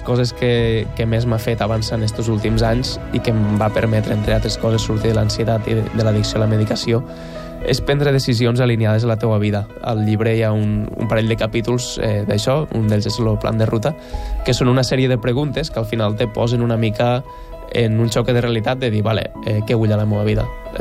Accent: Freginals, Catalonia, Spain; Freginals, que és el meu poble.

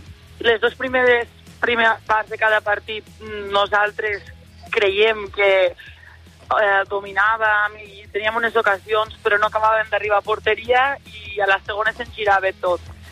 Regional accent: Catalonia, Spain

